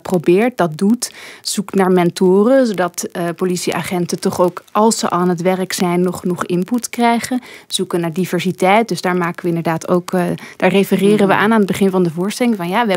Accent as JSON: {"language": "Dutch", "country": "Netherlands", "said": "Zeker voor mij als Nederlandse."}